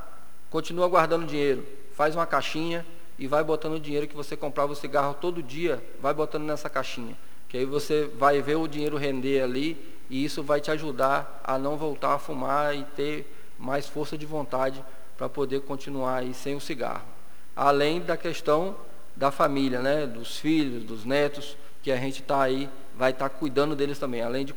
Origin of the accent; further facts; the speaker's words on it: Brazil; A gente como brasileiro